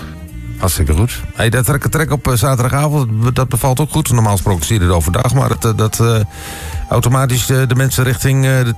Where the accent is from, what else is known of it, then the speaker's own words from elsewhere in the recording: Delden, Overijssel, Netherlands; ik kom dan zelf uit Delden